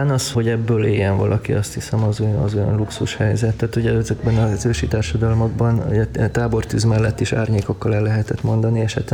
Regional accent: Romania; Végülis egy kellemes környezetben nőttem fel, mindig ott volt a humor.

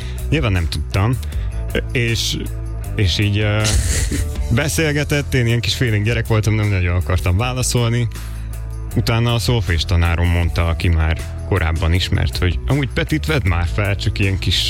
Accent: Debrecen, Hajdú-Bihar, Hungary; moved away; Debrecenből jöttem egyébként

